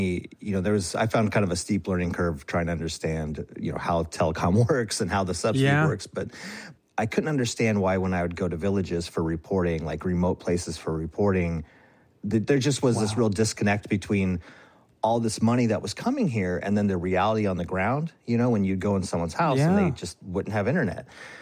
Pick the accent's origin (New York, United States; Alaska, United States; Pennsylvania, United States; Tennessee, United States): Alaska, United States; But, I'm from Alaska. I grew up here.